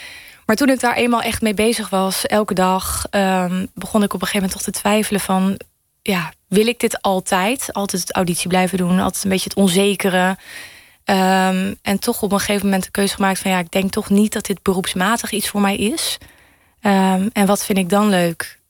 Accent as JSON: {"language": "Dutch", "town": "Apeldoorn", "region": "Gelderland", "country": "Netherlands", "tie": "born or raised there", "said": "Geboren en getogen in Apeldoorn."}